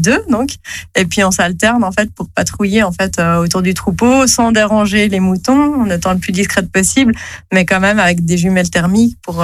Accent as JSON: {"language": "French", "region": "Geneva", "country": "Switzerland"}